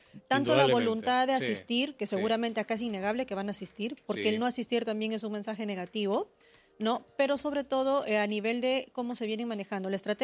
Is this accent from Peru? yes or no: yes; Cajamarca, Peru; yo que soy de Cajamarca, el aeropuerto Jaén, ¿cuánto tiempo tiene ese tema inconcluso?